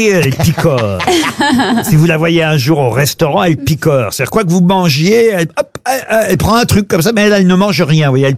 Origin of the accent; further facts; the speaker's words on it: France; ce qui est le cas chez nous en France